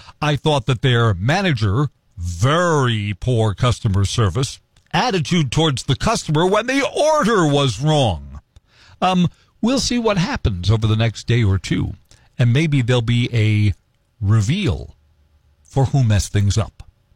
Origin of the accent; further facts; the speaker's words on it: Wausau, Wisconsin, United States; and I'm from Wausau.